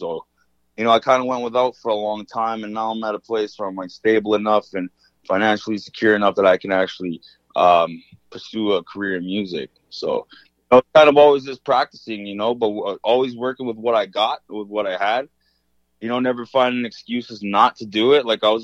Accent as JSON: {"language": "English", "town": "Vancouver", "region": "British Columbia", "country": "Canada", "tie": "born or raised there", "also_born_or_lived": "Chilliwack", "said": "Like, I come from there. I was born in Vancouver"}